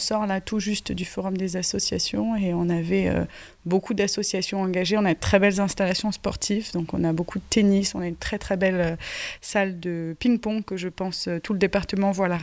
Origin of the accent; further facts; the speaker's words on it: Provence-Alpes-Côte d'Azur, France; also born or lived in London / Compiègne / Paris; now in Longueuil-Sainte-Marie, France; Alors moi, je suis originaire des Alpes de Haute-Provence, sur les terres de Jean Giono. Je suis arrivée dans la commune il y a maintenant presque 5 ans, donc c'est effectivement assez récent. J'ai été longtemps à l'étranger, près de 12 ans, et plus récemment à Londres